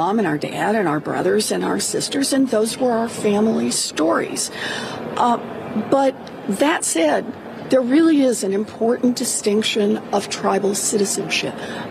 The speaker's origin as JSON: {"language": "English", "region": "Oklahoma", "country": "United States", "tie": "born or raised there", "said": "When I was growing up in Oklahoma"}